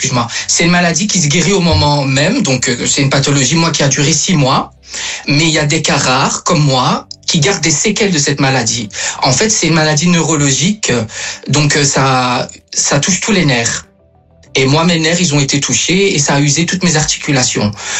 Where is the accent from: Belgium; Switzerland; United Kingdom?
Belgium; Brussels; Alors, je suis de Bruxelles.